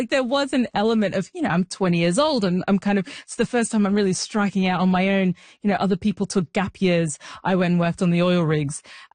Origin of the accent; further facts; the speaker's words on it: Australia; also born or lived in Sudan; I was born in Sudan. I was raised in Australia. I started wearing the hijab, the headscarf, when I was like 10 years old.